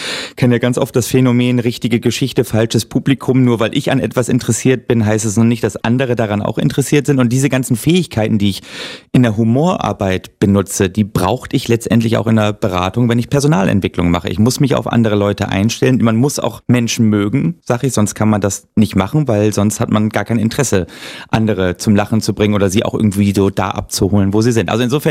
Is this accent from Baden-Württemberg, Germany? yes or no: no; Oldenburg, Lower Saxony, Germany; Ich komme aus Oldenburg, Niedersachsen, hinter jeder Idylle lauert die Gülle.